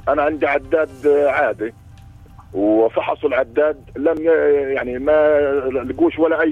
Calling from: Deir al-Asal al-Fauqa, Hebron Governorate, Palestine; وبالنسبه لقرانا انا في دير العسل الفوق اللي هي الخط الغربي على الخط الاخضر

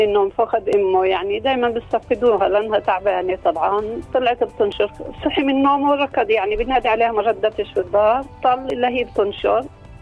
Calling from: Ramallah, West Bank, Palestine; من رام الله.

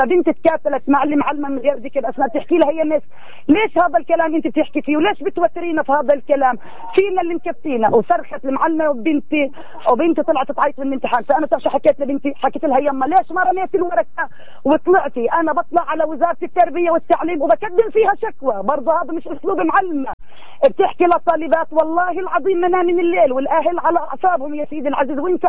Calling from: Palestine; أنا كمواطنة فلسطينية

